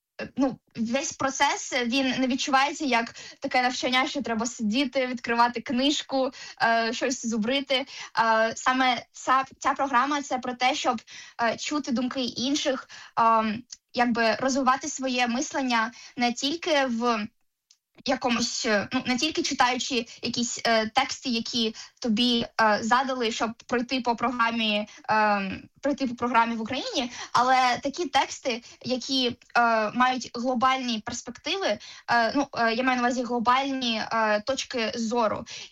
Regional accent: Enerhodar, Zaporizhzhia Oblast, Ukraine; приїхала до Києва. Я сама не з Києва, я з Енергодару, тому це було таке дуже прям велике adventure

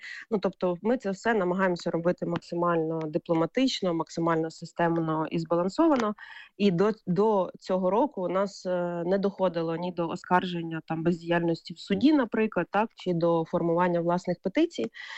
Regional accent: Kyiv, Ukraine; я це як киянка сприйняла дещо як навіть особисте щось.

